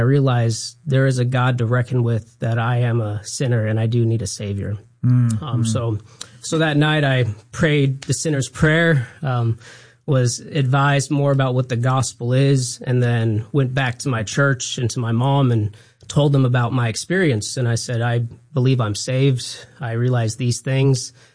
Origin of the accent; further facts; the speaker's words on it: Sacramento, California, United States; So, I was born here in Sacramento, raised here, went to a few high schools. So I went to Mariloma, Placer up in Auburn, and then Kennedy for a season, eventually graduated from Mariloma.